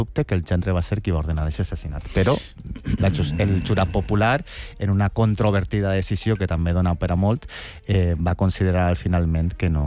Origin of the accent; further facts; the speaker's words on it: Valencian Community, Spain; jo que sóc de la Marina Alta